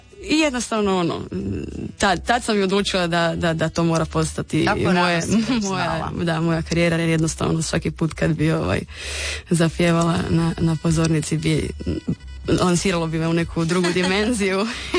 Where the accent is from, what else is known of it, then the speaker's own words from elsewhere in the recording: Rijeka, Primorje-Gorski Kotar County, Croatia; Mi smo Fiumani, mama je Istrijanka